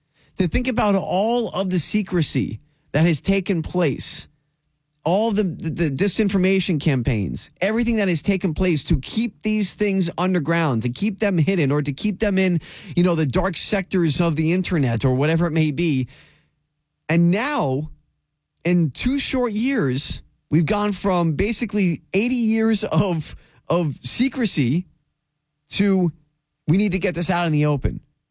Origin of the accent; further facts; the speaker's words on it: Florida, United States; my home state of Florida